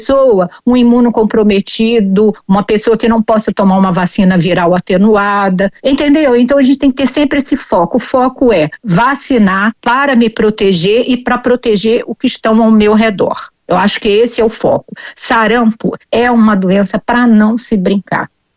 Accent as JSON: {"language": "Portuguese", "region": "Rio de Janeiro", "country": "Brazil", "said": "Eu, por exemplo, sou do Rio e nós não temos essa orientação."}